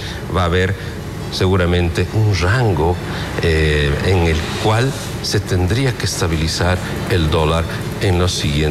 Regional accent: Bolivia; porque finalmente somos bolivianos

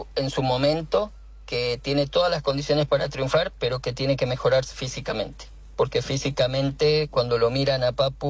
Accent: Bolivia; Entonces eso lo ha ganado una persona que es boliviana, pero que no valoran como boliviana.

